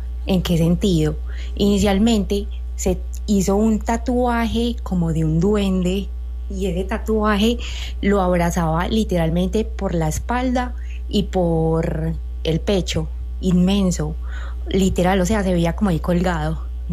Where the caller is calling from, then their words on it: Pereira, Risaralda, Colombia; Estoy en Pereira.